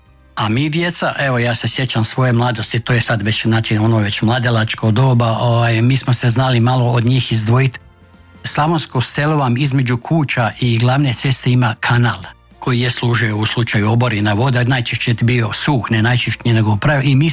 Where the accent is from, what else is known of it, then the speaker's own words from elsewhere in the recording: Ivankovo, Vukovar-Srijem County, Croatia; Tako smo mi to do dana današnjeg definirali, Ivankovčani.